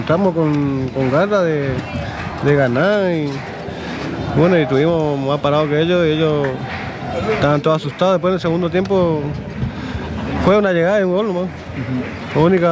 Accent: Corrientes, Argentina; nosotros somos todos cada correntino

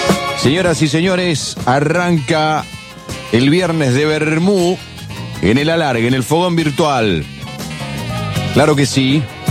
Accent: Argentina; llegamos con la lengua afuera, somos argentinos. Si no llegamos con la lengua afuera, no somos argentinos.

